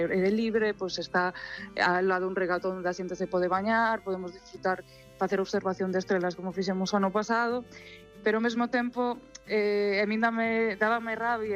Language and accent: Galician; Pantón, Galicia, Spain; now in Lisbon, Portugal; Eu traballo en Lisboa, na producción audiovisual, pero son da Ribeira Sacra, son de Pantón.